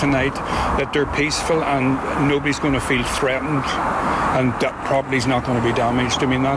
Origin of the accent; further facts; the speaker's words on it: Belfast, Northern Ireland, United Kingdom; Yes, I was brought up in the Troubles, yeah. Thought that was all past us now. But, you know, Belfast is a lovely place, you know, and, you know, we get a lot of tourists here